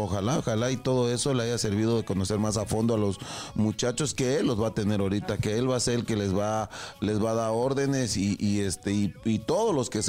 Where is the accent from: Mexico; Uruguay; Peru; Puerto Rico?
Mexico